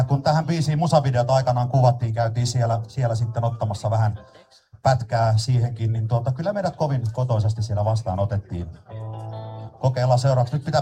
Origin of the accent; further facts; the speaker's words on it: Lahti, Päijät-Häme, Finland; Minähän olen kotoisin tuolta Liipolanmäeltä. Synnyin siellä vuonna 1977, mutta pääsin ja pelastuin sitten sieltä muistaakseni vuonna 1986.